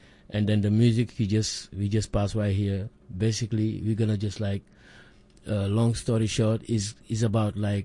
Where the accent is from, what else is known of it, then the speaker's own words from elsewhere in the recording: Senegal; I'm from Senegal, born and raised in Senegal, but my mom and my dad from Mali.